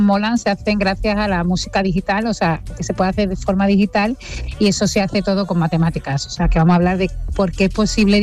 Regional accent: South Korea; parece que me he criado en Wisconsin. y soy de Corea

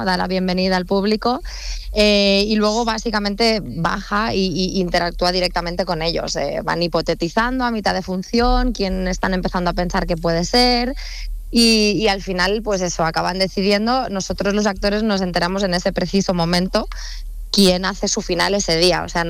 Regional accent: Baza, Andalusia, Spain; born there; Yo nací en Granada, en Baza.

